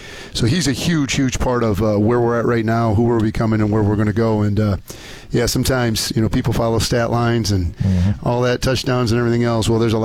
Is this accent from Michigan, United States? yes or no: yes; Genesee County, Michigan, United States; So I grew up on Bristol Road.